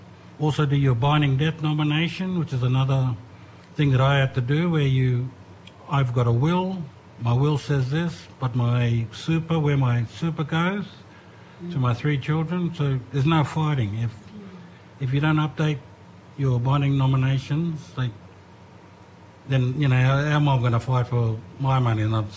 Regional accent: Cairns, Queensland, Australia; because I'm from Gimoy, Cairns, far north Queensland, on the other side of the country

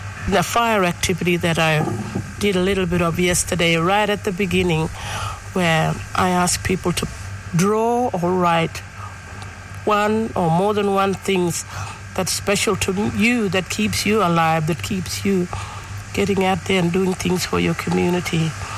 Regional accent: Tennant Creek, Northern Territory, Australia; I'm from Tennant Creek.

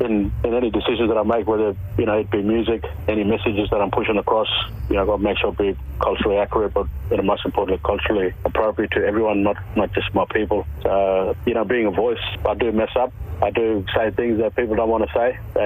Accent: Tiwi Islands, Northern Territory, Australia; Well, I'm from the Tiwi Islands. Well, the islands are probably 80 kilometres north of Darwin, made up of two islands. We all speak the one language up here. Yeah, look, just, you know, born and bred on the islands, lived here most of my life.

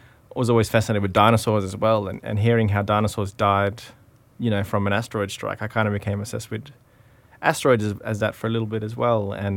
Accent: Broome, Western Australia, Australia; being Broome people, growing up in Broome, and like most other Broome people, you know, we kind of live our lives around the tides

